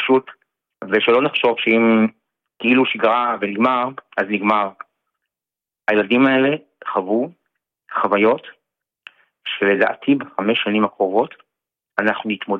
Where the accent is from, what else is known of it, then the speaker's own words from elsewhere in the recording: Kiryat Shmona, Northern District, Israel; קריית שמונה, אני נולדתי פה וגדלתי פה.